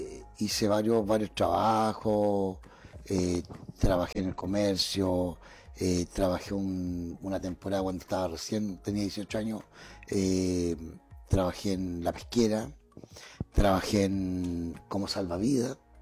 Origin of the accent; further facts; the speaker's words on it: Tomé, Biobío, Chile; yo nací en Tomé, ¿ya? El 12 de marzo de 1972.